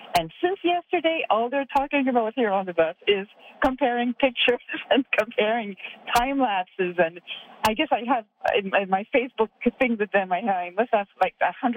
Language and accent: English; Quebec, Canada; From Quebec, from Canada.